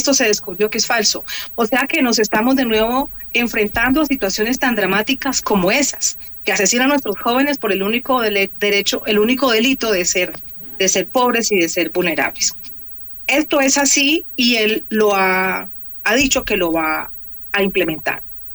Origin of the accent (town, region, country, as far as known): Colombia